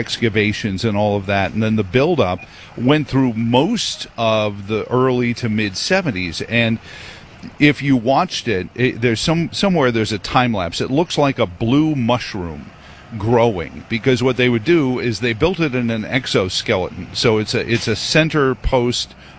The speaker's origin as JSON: {"language": "English", "region": "New York", "country": "United States", "tie": "born or raised there", "said": "growing up in New York, I have an interesting view of this, and being somewhat of a nerdy kid"}